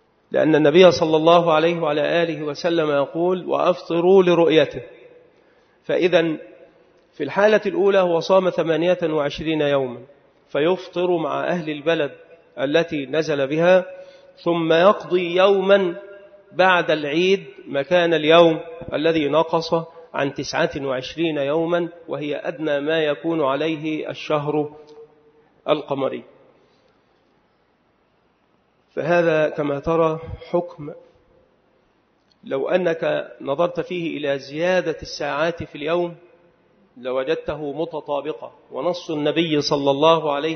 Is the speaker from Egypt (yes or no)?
yes; Egypt